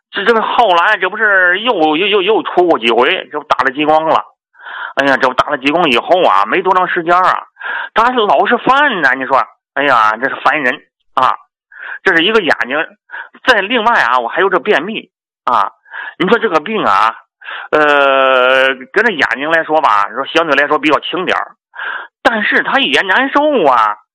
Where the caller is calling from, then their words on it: Jinghai, Tianjin, China; 我天津静海的。